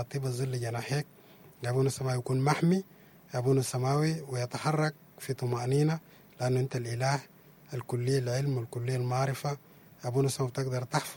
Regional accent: Sudan; moved away; ونحنا اتفرقنا لأماكن كثيرة لبلدان كثيرة، لكن احنا كشعب سوداني

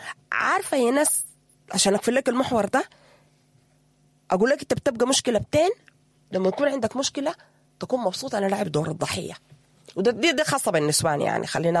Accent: Sudan; لكن احنا كمرأة سودانية خلاص اتزوجتي

